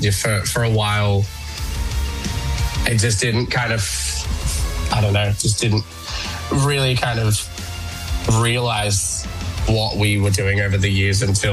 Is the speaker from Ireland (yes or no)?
no; Australia; It's crazy to be in this position, to be part of that conversation as Australian, like, in, you know, Australian bands representing Australian metalcore